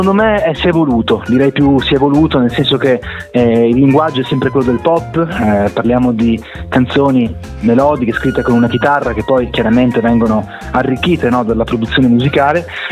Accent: Venice, Veneto, Italy; io sono di Venezia Mestre

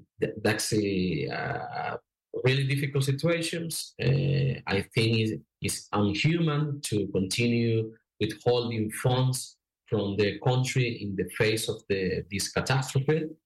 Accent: Venezuela; English is a second language; I'm from Venezuela. I remind Venezuela, I don't know, 15 years ago, 20 years ago

